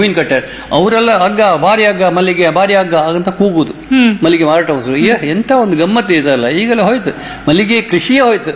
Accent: Kundapura, Karnataka, India; ಕುಂದಾಪುರದಷ್ಟು ಶಾಂತಿ ಬೇರೆ ಯಾವ ಊರಿಗೂ ಇಲ್ಲ. ಎಲ್ಲ ಇಲ್ಲಿ ಕೋಮಗಲ್ಭೆಯೇ ಇರಲಿಲ್ಲ ಅಂತ ಒಂದು ಒಳ್ಳೆ ಊರು ನಮ್ಮ ಊರು.

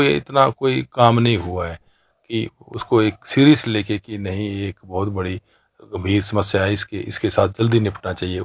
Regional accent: Dharamkot, Himachal Pradesh, India; मैं धर्मकोट से हूं, धर्मकोट का स्थायी निवासी हूं, नीचे हमारा भागसूनाग आ गया, उसके नीचे हमारी दोसालनी एरिया आ गया, पूरा बहुत बड़ा गाँव है, वो भी मैकलोडगंज के समीप लगता है

